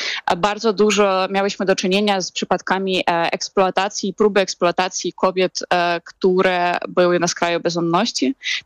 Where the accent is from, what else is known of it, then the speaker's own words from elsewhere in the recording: Ukraine; Polish is a second language; moved away as an adult; now in Poland; doświadczam tego również jako osoba z Ukrainy, mimo że mieszkam w Polsce ponad 12 lat, mimo że absolutnie jestem zintegrowaną migrantką.